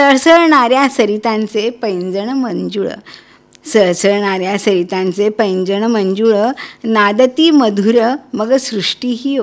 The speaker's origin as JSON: {"language": "Marathi", "town": "Bhusawal", "region": "Maharashtra", "country": "India", "tie": "born or raised there", "moved": "as an adult", "lives_now": "Dhule, India", "said": "माझं बालपण भुसावळ."}